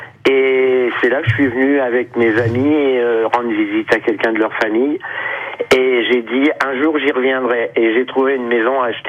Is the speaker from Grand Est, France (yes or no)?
yes; Grand Est, France; now in Corrèze, France; Je viens d'à côté de Reims.